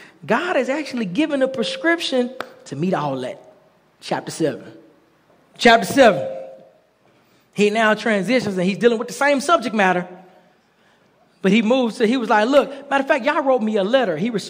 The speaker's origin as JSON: {"language": "English", "town": "Dallas", "region": "Texas", "country": "United States", "tie": "born or raised there", "said": "I grew up in Texas. So in Texas, you know, in Dallas, we got the city, but then you can go right outside of Dallas and it's not so city anymore. Become a little more rural."}